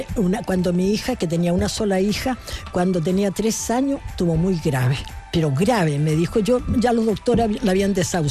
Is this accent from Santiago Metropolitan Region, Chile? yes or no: yes; Melipilla, Santiago Metropolitan Region, Chile; yo, chica, me crié por muchos años en Melipilla.